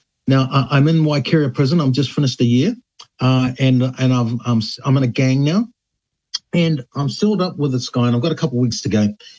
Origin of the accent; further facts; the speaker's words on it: Auckland, New Zealand; born there; also born or lived in Matata / Whakatane; I grew up in Māngere, and it's at the time it was quite an unfortunate place to grow up